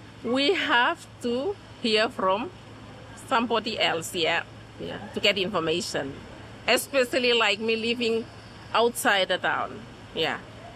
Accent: Tanna, Tafea, Vanuatu; I'm from Tana.

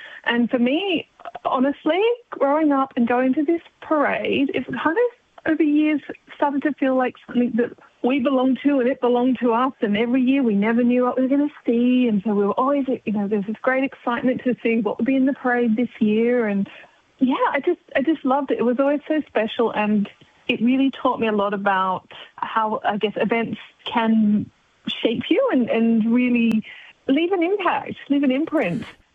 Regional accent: Adelaide, South Australia, Australia; Like, I grew up in Adelaide

